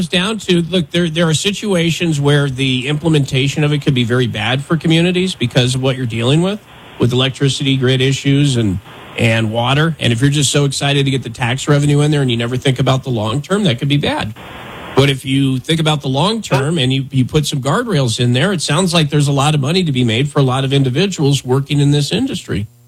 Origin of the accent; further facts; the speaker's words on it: Wyoming, United States; when I was growing up in Wyoming